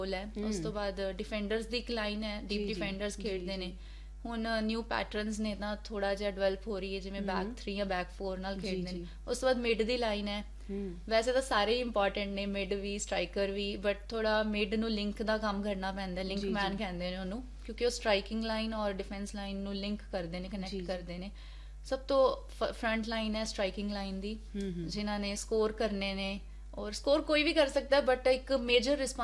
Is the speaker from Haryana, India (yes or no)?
yes; Haryana, India; ਹੁਣ ਜਿਵੇਂ ਮੈਂ ਹਰਿਆਣਾ ਤੋਂ ਹਾਂ